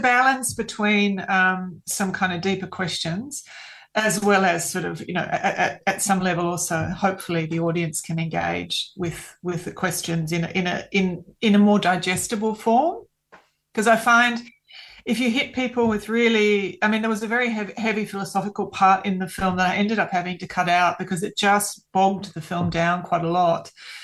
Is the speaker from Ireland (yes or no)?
no; Australia; going to Greece and being Australian